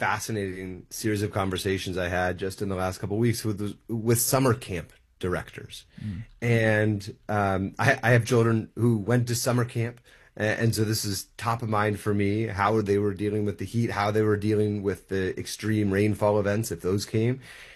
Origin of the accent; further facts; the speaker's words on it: New York City, New York, United States; I'm a born and bred New Yorker